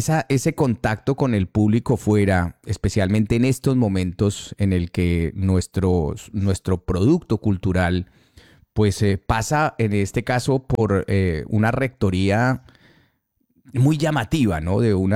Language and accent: Spanish; Colombia; moved away; Nosotros en muchos casos hemos sido colombianos que hemos salido del país hace muchos años y nos hemos quedado